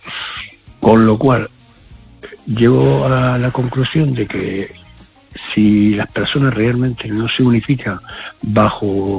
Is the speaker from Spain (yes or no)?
yes; Spain; bueno, llegué aquí, soy español, pero resulta de que la situación por a finales de los años 80